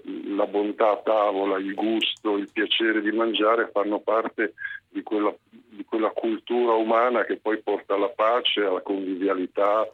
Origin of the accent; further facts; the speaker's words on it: Prato, Tuscany, Italy; sono arrivato adesso sono a Verona a lavorare, a recitare, e vengo da Prato